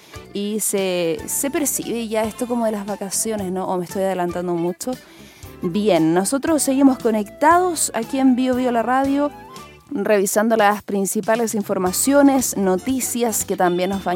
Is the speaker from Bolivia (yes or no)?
no; Chile